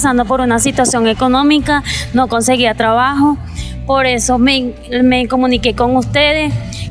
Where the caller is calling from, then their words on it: Pimampiro, Imbabura, Ecuador; Lo llamo de Pimampiro.